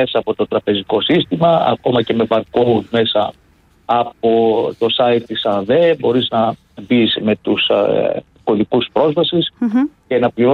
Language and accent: Greek; Spetses, Attica, Greece; Έχετε επαφή από τις Σπέτσες? Έχετε επαφή με το νησί μου?